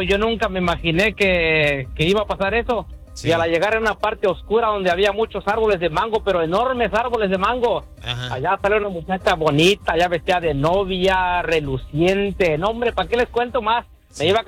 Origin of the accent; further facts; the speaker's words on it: Chiapas, Mexico; also born or lived in Guatemala; Yo soy de Guatemala originalmente, solo que crecí en Chiapas.